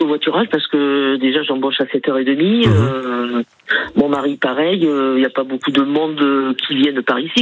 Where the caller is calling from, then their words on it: Le Barp, Nouvelle-Aquitaine, France; j'habite au Barthes